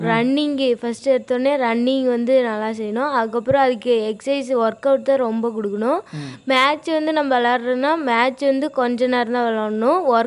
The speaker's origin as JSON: {"language": "Tamil", "town": "Athiyamankottai", "region": "Tamil Nadu", "country": "India", "said": "Athiyamankottai"}